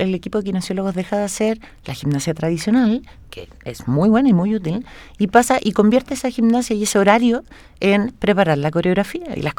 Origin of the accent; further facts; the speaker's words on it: Chile; todos nosotros como chilenos